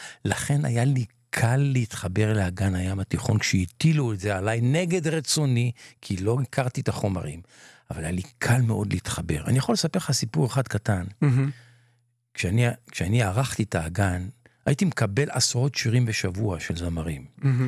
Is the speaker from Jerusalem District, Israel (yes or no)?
yes; Jerusalem, Jerusalem District, Israel; first language Ladino; Hebrew is a second language; אני שייך לקהילה הירושלמית, הסמך תטים של ירושלים, שבסלנג זה ספרדית טהור, הוריי גדלו בעיר העתיקה בירושלים, מדורי דורות אנחנו בעיר העתיקה בירושלים, שפת אמי הראשונה בביתי הייתה ספניולית, לדינו. תרבות הלדינו הייתה שלטת בבית.